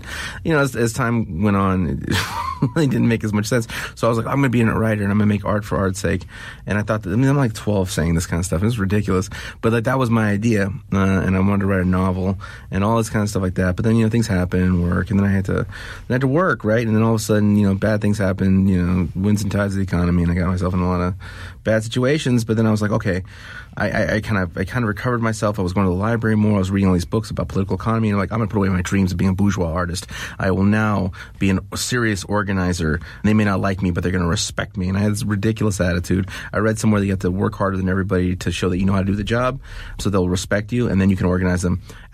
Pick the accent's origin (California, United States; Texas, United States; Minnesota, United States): California, United States; Los Angeles; Well, you know, growing up in El Sereno, it was a very beautiful thing. It's a very wonderful, great neighborhood, very vibrant.